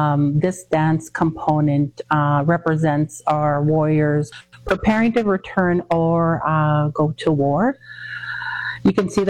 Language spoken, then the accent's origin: English; Nelson House, Manitoba, Canada; I come from Treaty 5. My reserve is Nisitchewasik, Nelson House in northern Manitoba.